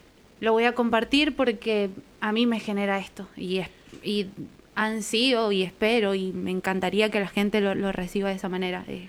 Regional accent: Lavalle, Mendoza, Argentina; Soy demasiado la vallina, peco a veces y demás, por amar tanto a mi tierra.

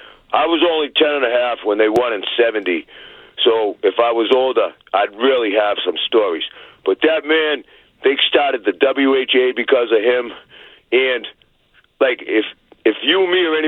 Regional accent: Milton, Massachusetts, United States; born or raised there

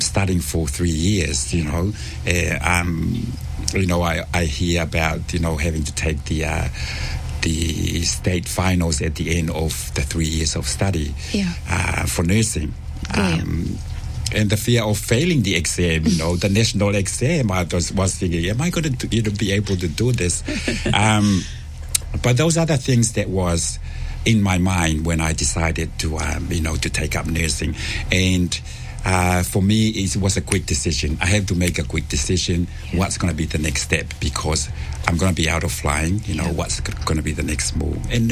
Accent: Ha'apai, Tonga; So I grew up in Hapai, kalo. I went to Pangaihihi for primary school back in 1979.

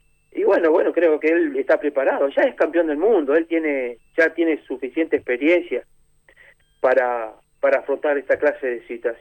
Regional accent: Argentina; nosotros como argentinos nunca estamos conformes.

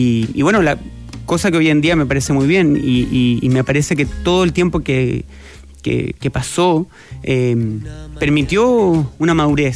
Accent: Santiago, Santiago Metropolitan Region, Chile; now in Maitencillo, Chile; Yo soy de Santiago y en pandemia fui a vivir allá.

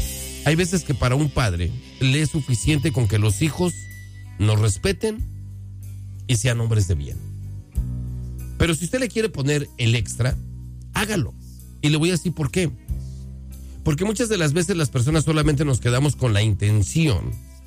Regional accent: Mexico; nosotros como mexicanos

